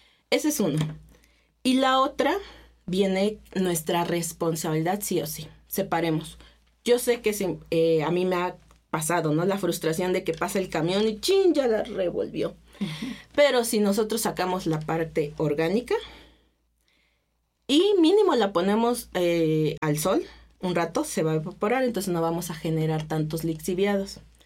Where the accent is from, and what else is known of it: Hidalgo, Mexico; now in Texcoco, Mexico